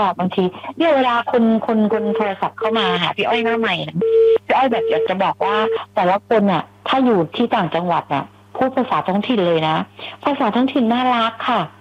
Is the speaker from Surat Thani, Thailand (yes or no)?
no; Bangkok, Thailand; born there; มาตัวกรุงเทพตั้งแต่เด็กๆนะก็เลยแบบว่าใต้ไม่เก่ง